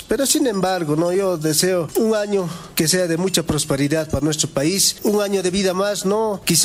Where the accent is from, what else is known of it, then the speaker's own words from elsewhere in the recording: Bolivia; como bolivianos tenemos que unirnos